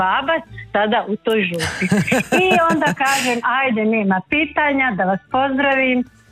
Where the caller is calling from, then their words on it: Kloštar Ivanić, Zagreb County, Croatia; Iz Kloštra sam Ivanića